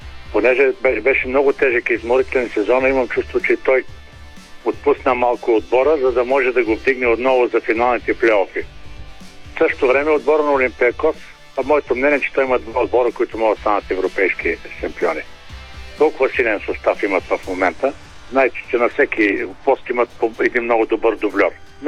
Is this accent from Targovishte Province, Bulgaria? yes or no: no; Burgas, Burgas Province, Bulgaria; аз съм бургазлия и цяло лято съм си в Бургас.